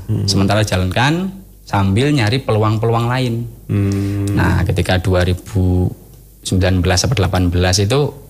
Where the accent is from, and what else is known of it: Jakarta, Indonesia; born there; now in Blitar, Indonesia